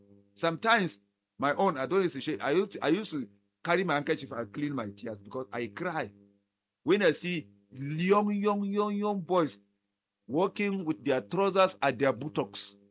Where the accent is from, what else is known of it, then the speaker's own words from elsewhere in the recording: Plateau, Nigeria; now in Bauchi State, Nigeria; me, when I come from Plateau State